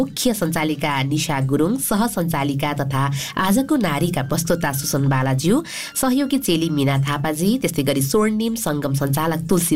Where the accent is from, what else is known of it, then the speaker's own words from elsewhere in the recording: Putalibazar, Gandaki Province, Nepal; born there; now in Kathmandu, Nepal; म सानो हुँदाखेरि हामी चाहिँ स्याङ्जाको सदरमुकाममा बस्थ्यौँ दाजु है काठमाडौँ आउनुभन्दा अगाडि